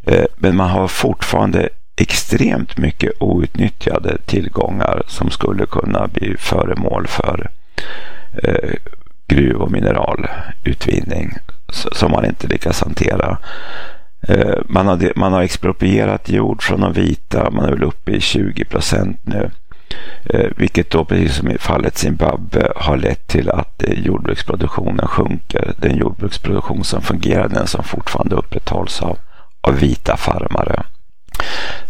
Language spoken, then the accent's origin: Swedish; Namibia; det är bara minnen från min uppväxt i Sydvästafrika